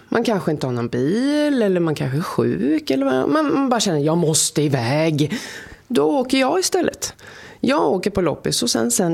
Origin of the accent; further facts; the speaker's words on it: Sweden; born there; now in Oskarshamn, Sweden; Jag är från Mölunda från början